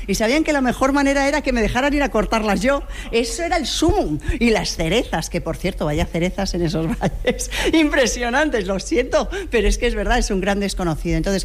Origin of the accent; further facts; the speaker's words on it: Madrid, Community of Madrid, Spain; en el fondo yo pensaba, soy madrileña y soy muy provinciana.